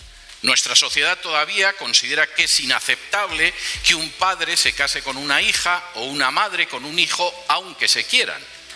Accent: Spain; moved away; en mi país de origen, en España

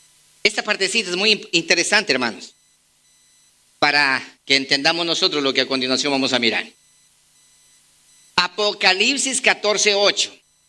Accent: Ecuador; Somos ecuatorianos, nosotros. Sí, como territorialmente hablando, pero nosotros pertenecemos a la patria celestial.

